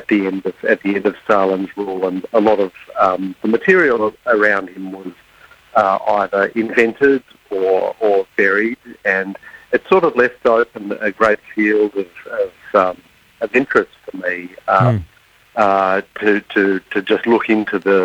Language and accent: English; Sydney, New South Wales, Australia; Well, I'm from Sydney. I was a novelist before I was a journalist